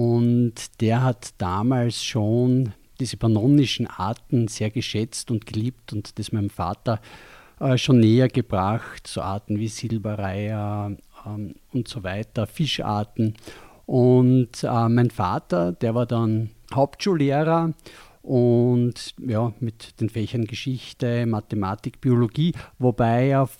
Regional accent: Styria, Austria; Genau, aufgewachsen bin im Raum Feldbach, war dann eine Zeit lang in Graz

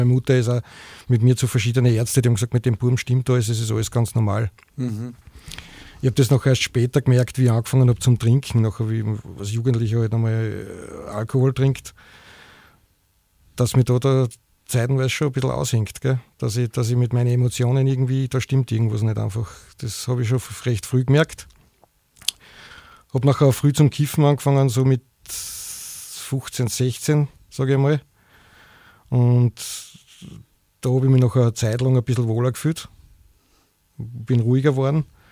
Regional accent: Schladming, Styria, Austria; also born or lived in Graz; Also ich bin ja in der Obersteiermark aufgewachsen, das habe ich vergessen zu sagen.

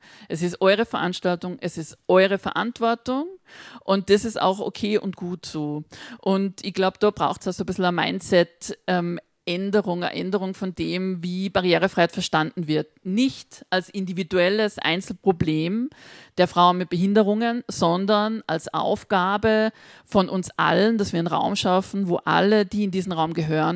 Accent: Salzburg, Austria; Gibt es auch im Pinzgerischen, wo ich herkomme? Ist eine, gute Worte haben wir im Dialekt.

